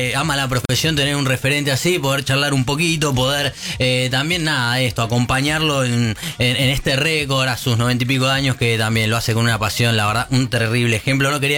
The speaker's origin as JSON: {"language": "Spanish", "country": "Argentina", "said": "a uno le genera mucha admiración como argentino, como hincha de la selección"}